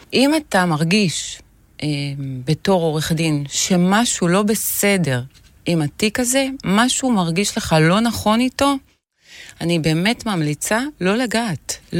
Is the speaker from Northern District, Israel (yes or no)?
yes; Beit She'an, Northern District, Israel; also born or lived in Netanya; אני באמת נולדתי בבית שאן, גדלתי בבית שאן, עיר מדהימה בעיניי. הייתה לי ילדות מדהימה בעיר הזאת.